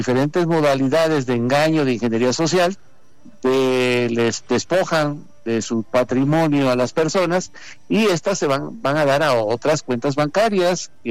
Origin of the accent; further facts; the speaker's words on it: Mexico; como muchas mexicanas y mexicanos